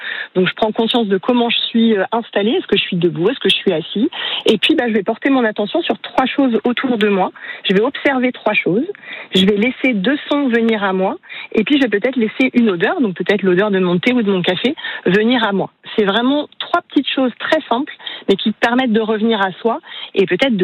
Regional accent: France; now in Bouessé, France; ici en France.

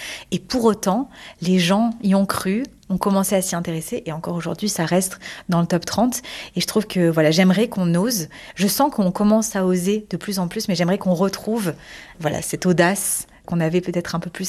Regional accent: Paris, Île-de-France, France; j'ai 26 ans. Je suis née à Paris, j'ai grandi à Paris et je travaille aujourd'hui à Paris.

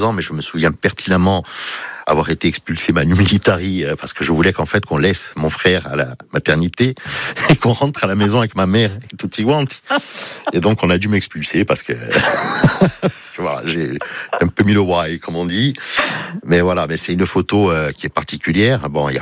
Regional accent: Bastia, Corsica, France; Je parle souvent de Bastia, et je suis bastiais, j'ai été élevé à Bastia

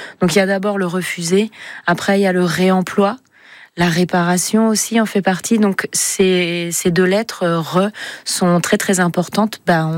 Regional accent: France; Moi, je suis française. On est à côté de Chamonix.

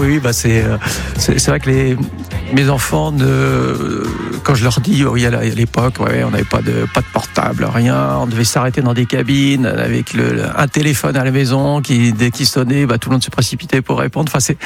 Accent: Lille, Hauts-de-France, France; accent: ch'ti; il est dans le Nord, comme on dit, avec l'accent, parce que je suis originaire de Lille, un ch'ti.

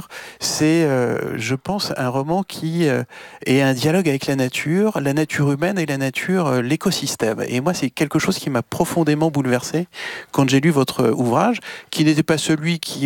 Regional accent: Provence-Alpes-Côte d'Azur, France; now in Le Cannet, France; c'est la maison où j'ai passé une grande partie de mon enfance dans les Hautes-Alpes

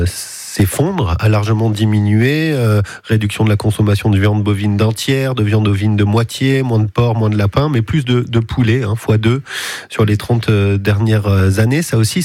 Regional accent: Grand Est, France; C'est la fin de l'âge d'or pour la charcuterie, même chez nous, en Alsace.

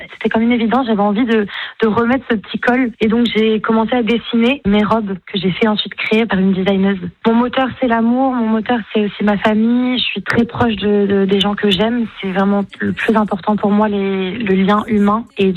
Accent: Nice, Provence-Alpes-Côte d'Azur, France; moi, je viens de Nice. Après, j'ai beaucoup de famille à Marseille.

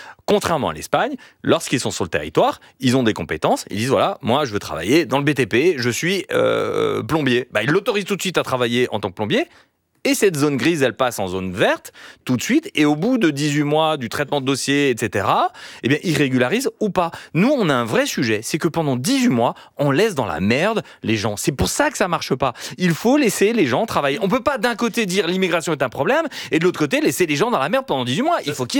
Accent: France; Et cette honte-là, moi, en tant que Français, en tant que patron, elle me fait honte.

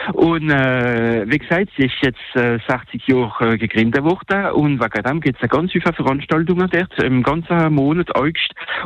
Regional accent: Grand Est, France; German is a second language; zum Beispiel bei unserer Nachbarn in Deutschland oder in der Schweiz oder bei uns im Elsass.

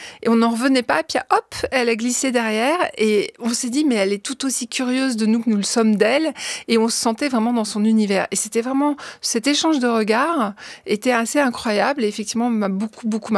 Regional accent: Corsica, France

